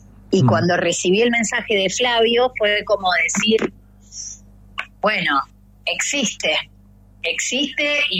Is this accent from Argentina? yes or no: yes; Rosario, Santa Fe, Argentina; Yo venía trabajando en la ciudad de Rosario, que es mi ciudad natal